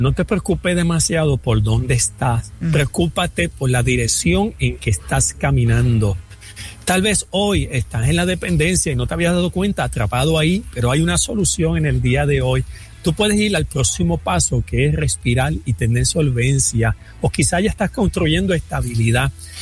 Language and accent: Spanish; Puerto Rico; presentando su proyecto a nuestro país en Puerto Rico